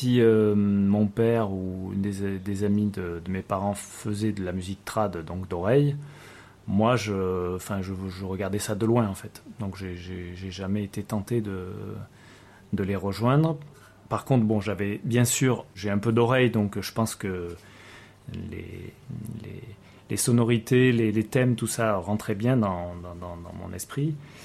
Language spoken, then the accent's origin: French; Aurillac, Auvergne-Rhône-Alpes, France; born there; Mais je suis né à Aurillac, toutefois